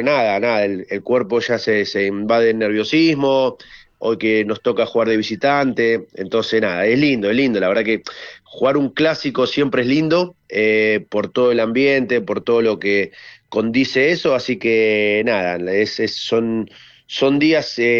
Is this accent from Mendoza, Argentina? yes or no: no; Buenos Aires, Argentina; nací en Caseros y Boedo, prácticamente en el medio de Parque Patricio y Boedo.